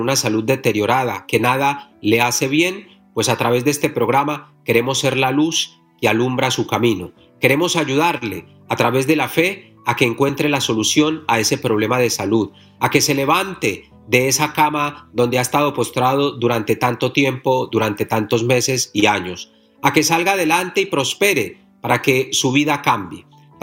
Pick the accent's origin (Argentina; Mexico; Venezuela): Mexico; Catemaco, Veracruz; Yo soy el curandero de Catemaco, Veracruz